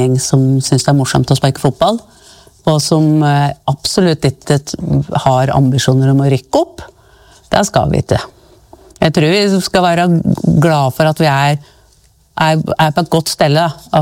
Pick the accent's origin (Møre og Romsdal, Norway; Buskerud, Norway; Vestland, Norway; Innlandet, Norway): Innlandet, Norway; Reinsvoll; jeg husker jo når jeg vokste opp her på Reinsvoll, alt var jo frivillig.